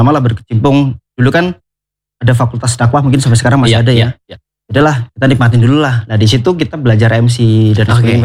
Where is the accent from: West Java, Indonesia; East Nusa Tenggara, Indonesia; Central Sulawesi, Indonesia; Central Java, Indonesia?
Central Java, Indonesia; Kebumen; Nah, dari zaman kecil kan saya kecilnya tuh di Kebumen ya.